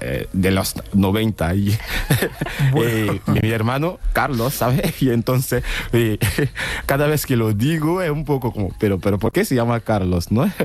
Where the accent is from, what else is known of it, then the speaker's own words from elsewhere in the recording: Côte d’Ivoire; Spanish is a second language; yo mismo, habiendo estudiado en Costa de Marfil, mi país de origen, he estudiado español durante 5 años en el instituto.